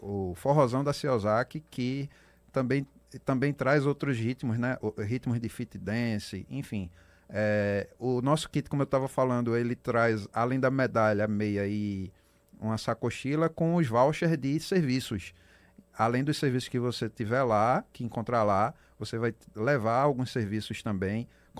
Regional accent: Northeast Brazil, Brazil; a gente, como é nordestino

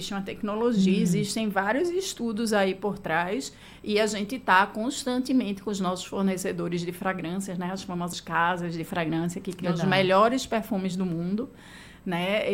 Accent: Northeast Region, Brazil; todos nós, como nordestinos

